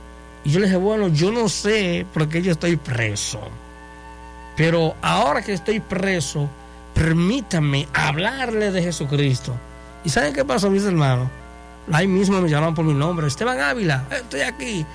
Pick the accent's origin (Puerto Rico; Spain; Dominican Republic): Dominican Republic; yo vengo desde República Dominicana y ando en vacaciones